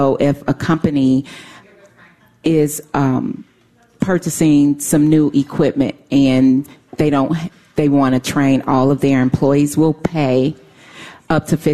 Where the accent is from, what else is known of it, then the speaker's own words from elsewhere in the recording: Chicago, Illinois, United States; moved away as an adult; now in Will County, United States; Born and raised in Chicago, been in Will County for 20-plus years.